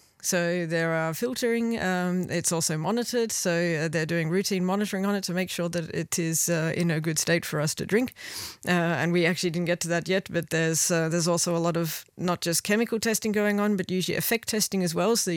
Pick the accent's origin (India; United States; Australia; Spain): Australia; Perth, Western Australia; now in Luxembourg; When you're growing up in Perth, which is what I did